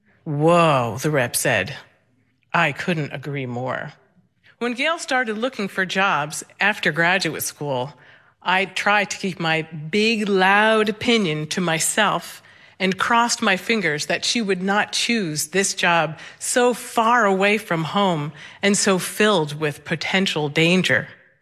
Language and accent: English; New York, United States; now in Littleton, United States; I'm originally from New York State, but I have lived in Littleton, Massachusetts for nearly 30 years.